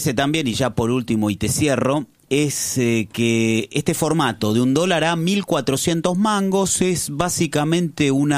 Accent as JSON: {"language": "Spanish", "country": "Argentina", "said": "Como argentinos, como población"}